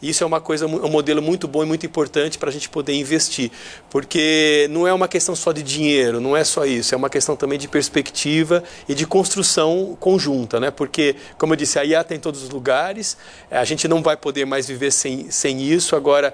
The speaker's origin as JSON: {"language": "Portuguese", "region": "Rio de Janeiro", "country": "Brazil", "lives_now": "São Paulo, Brazil"}